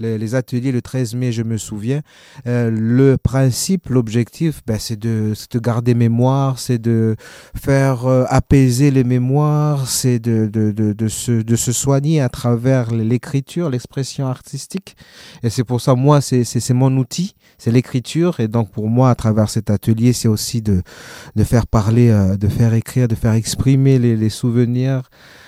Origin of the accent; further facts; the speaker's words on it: Lifou, Loyalty Islands Province, New Caledonia; moi, j'ai grandi à Lifou, je parle pas le Lifou, etc., etc.